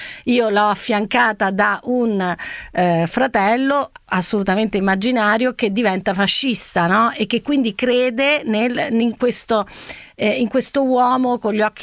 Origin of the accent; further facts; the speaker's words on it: Rome, Lazio, Italy; born there; io praticamente sono nata a Roma con i nonni e già i bisnonni che erano nati a Roma o che vivevano a Roma.